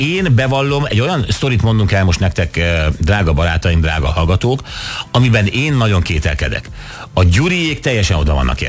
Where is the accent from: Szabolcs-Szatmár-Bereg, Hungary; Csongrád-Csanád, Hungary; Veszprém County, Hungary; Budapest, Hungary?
Budapest, Hungary; Újlipótváros; Új Lipotvárosi őslakos.